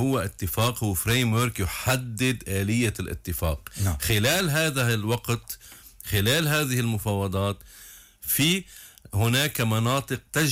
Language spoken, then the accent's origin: Arabic; Lebanon; نحن عم نفاوض كلبنانيين، كدولة لبنانية